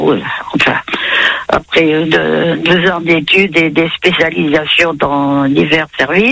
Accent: Nouvelle-Aquitaine, France; Je suis originaire de Dordogne. Et c'est un petit village, pas très loin d'Hautefort, qui s'appelle La Bertrande.

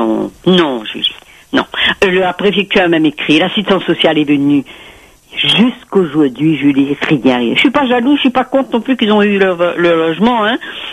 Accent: Réunion; En tant que réunionnaise et française, hein, c'est dommage. Parce que nous, petits réunionnais, on n'a plus le droit à rien.

